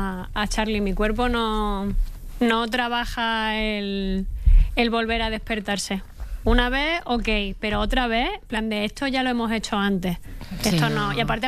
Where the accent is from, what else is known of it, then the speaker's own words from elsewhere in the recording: Andalusia, Spain; Claro, es que yo soy andaluza, pero no practicante.